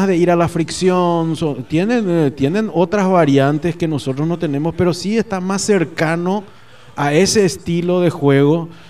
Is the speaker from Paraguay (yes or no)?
yes; Paraguay